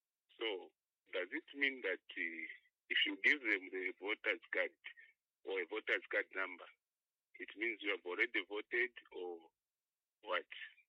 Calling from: Zambia; calling you from Mundala.

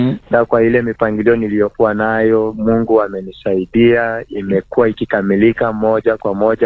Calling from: Kitale, Trans-Nzoia County, Kenya; Ninatoka maeneo ya Kitale, Trans Nzoia. Ninatoka katika kijiji kidogo eneo la Bikeke. Ninashiriki katika kanisa la Grace Upon Grace International chini ya Bishop Godfrey Wechuli pamoja na Reverend Regina.

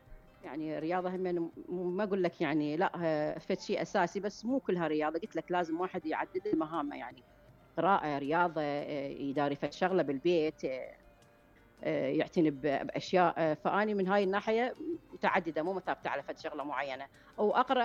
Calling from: Kirkuk, Kirkuk Governorate, Iraq; أني من كركوك

